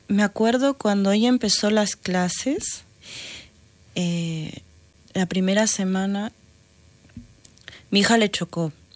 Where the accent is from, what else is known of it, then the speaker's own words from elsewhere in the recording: Paraguay; Mira, yo soy me acuerdo bien claro, Paraguay, uno de Ecuador y la otra también creo que era de Ecuador. Éramos tres, cuatro latinos y el resto eran de aquí, ¿no?